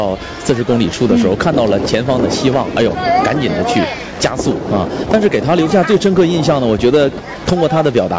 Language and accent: Chinese; Yingkou, Liaoning, China; 能够深度的感受我们家乡的美啊。